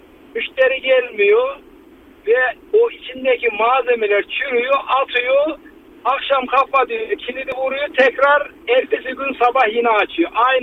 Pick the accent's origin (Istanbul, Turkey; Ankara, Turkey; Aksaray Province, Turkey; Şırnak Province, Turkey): Aksaray Province, Turkey; Aksaray; Yani ben de Aksaraylıyım yani.